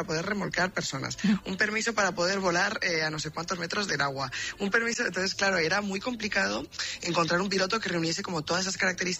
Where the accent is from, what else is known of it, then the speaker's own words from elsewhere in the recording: Spain; y sobre todo, pues si somos españoles, todavía con más orgullo.